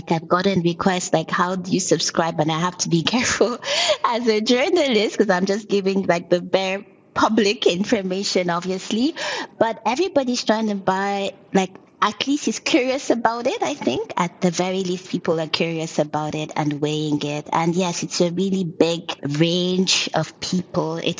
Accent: Nigeria; I went to my hometown literally 7 hours away from here, and there were so many points to buy Dangote cement. So the company and the name, his name, is very visible in Nigerians' everyday life.

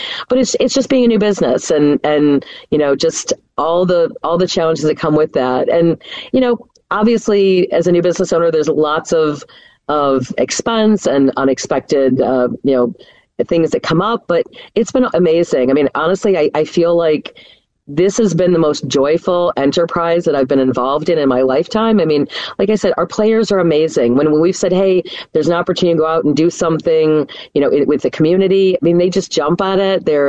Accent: Chicago, Illinois, United States; I mean, I'm a Chicagoan. I love my city.

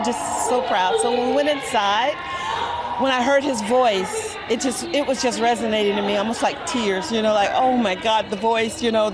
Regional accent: Chicago, Illinois, United States; I love the Obamas, and I'm also from Chicago, and I'm also from the south side of Chicago.

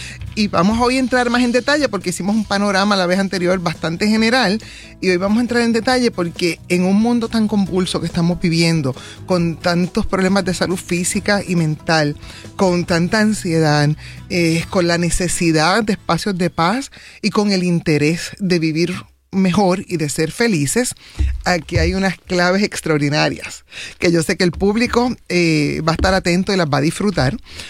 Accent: Caguas, Puerto Rico; also born or lived in Cidra; Yo me crié en Caguas, pero soy de Sidra

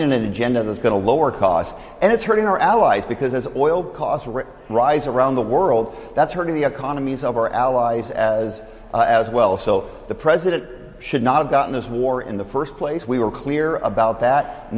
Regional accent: Arizona, United States; We are blessed to have a great election system around the country, especially in my home state of Arizona.

